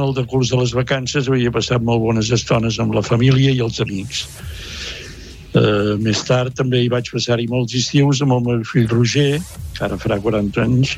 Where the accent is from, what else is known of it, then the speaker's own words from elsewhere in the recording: Calella de Palafrugell, Catalonia, Spain; la meva infantesa Calella